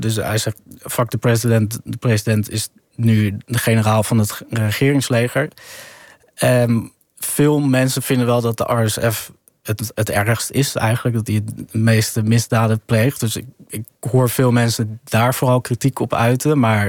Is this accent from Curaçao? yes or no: no; Sudan; een heel oud Soedanees nummer over mijn thuisland, de goede dagen in mijn thuisland.